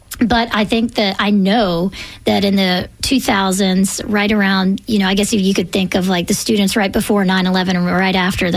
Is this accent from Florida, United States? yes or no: yes; Tallahassee, Florida, United States; I think it was from growing up in Tallahassee and seeing that mega FSU experience.